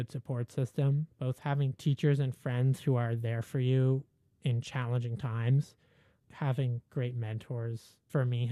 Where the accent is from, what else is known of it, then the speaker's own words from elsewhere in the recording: Vermont, United States; Given that I'm from Vermont, I like to take walks.